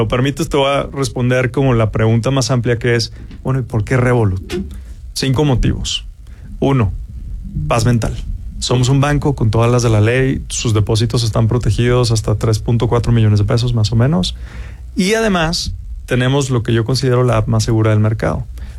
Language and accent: Spanish; Mexico; Y pues eso, como mexicano, me da mucho orgullo, ¿no?